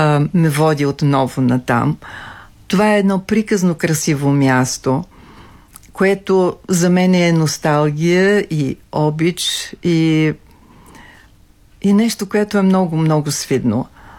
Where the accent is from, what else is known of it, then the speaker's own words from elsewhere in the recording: Tabachka, Ruse Province, Bulgaria; Връщате ме към нещо, в което остава душата ми. Това е родното ми място.